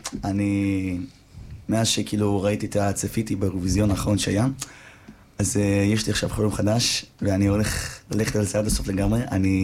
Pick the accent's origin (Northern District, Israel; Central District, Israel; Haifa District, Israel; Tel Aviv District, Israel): Tel Aviv District, Israel; Bat Yam